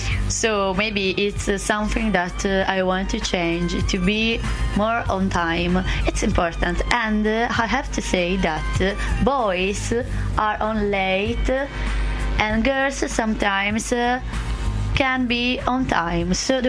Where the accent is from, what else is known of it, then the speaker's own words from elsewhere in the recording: Catania, Sicily, Italy; English is a second language; I said arancino because I came from Catania near the volcano, and it is very similar, the shape is very similar to the volcano